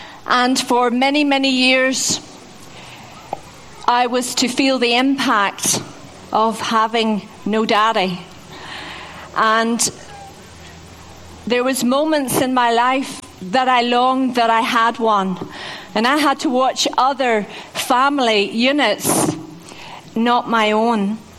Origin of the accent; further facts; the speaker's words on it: South West England, United Kingdom; accent: North Devon; my North Devon accent